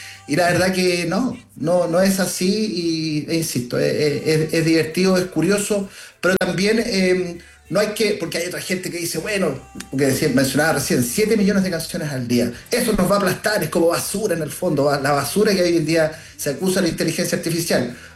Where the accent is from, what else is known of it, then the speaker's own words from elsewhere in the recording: Valparaíso, Chile; estaba en Valparaíso, en mi ciudad natal, y había llovido